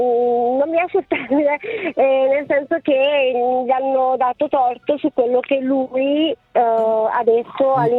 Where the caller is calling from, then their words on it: Muggiò, Lombardy, Italy; io mi chiamo da Muggio